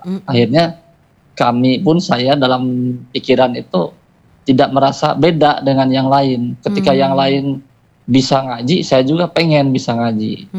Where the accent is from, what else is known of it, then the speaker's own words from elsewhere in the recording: Majalengka, West Java, Indonesia; also born or lived in Bandung / Cirebon; Saya asli dari Majalengka. Saya sekolah di Majalengka kira-kira sampai SMP, lalu SMA saya pindah ke Bandung.